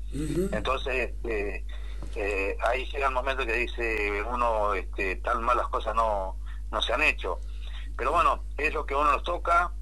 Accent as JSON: {"language": "Spanish", "town": "General Villegas", "region": "Buenos Aires Province", "country": "Argentina", "tie": "born or raised there", "said": "llevando el nombre de General Villegas."}